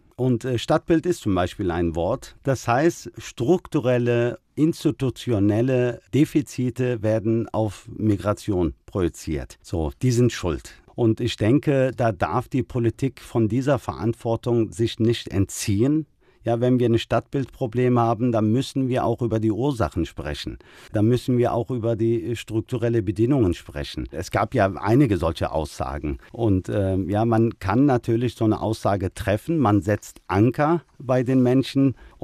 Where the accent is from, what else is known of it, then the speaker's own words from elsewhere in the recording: Germany; Ich gehöre in diese Gesellschaft, ich bin Deutscher, aber ich habe auch eine Identität.